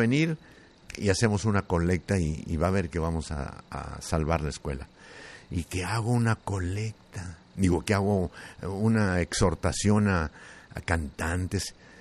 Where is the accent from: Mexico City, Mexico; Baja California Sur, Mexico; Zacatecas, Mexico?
Zacatecas, Mexico; Tlaltenango; born or raised there; moved away